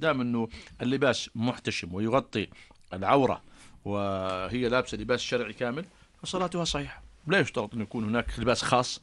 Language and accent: Arabic; Jordan